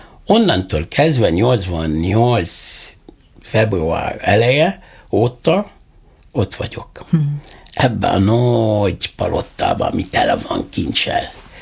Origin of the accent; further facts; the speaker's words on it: Egypt; Hungarian is a second language; moved away as an adult; now in Hungary; egyiptomi vagyok